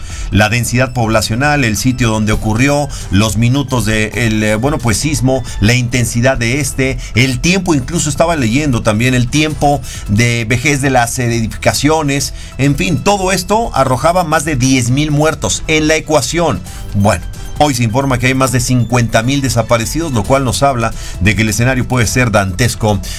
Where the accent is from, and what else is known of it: Mexico